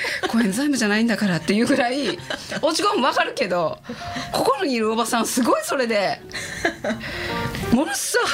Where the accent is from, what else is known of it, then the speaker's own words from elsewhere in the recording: Kansai, Japan; accent: Kansai dialect; 私今関西弁で喋ってるから関西弁になっちゃうけど